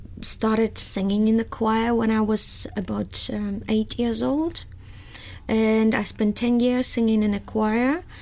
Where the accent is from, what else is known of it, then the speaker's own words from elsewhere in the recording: Russia; now in Australia; apparently, and I'm from Russia, and I've been in Australia for the last almost 9 years.